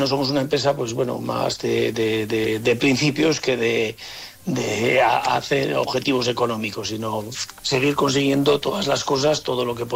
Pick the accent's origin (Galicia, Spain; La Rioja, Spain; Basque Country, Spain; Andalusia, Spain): La Rioja, Spain; Somos riojanos, siempre lo llevamos en todos los lados. Nuestra empresa figura aquí en La Rioja, aunque estamos en varios puntos ya del país.